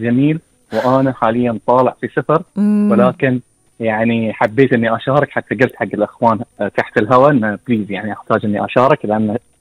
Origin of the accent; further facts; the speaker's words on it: Bahrain; born there; also born or lived in Isa Town; مدرسنا وتعلمنا وربينا في فرجان المحرق وربينا في فرجان مدينة عيسى وربينا في هالديرة اللي نفري ترابها.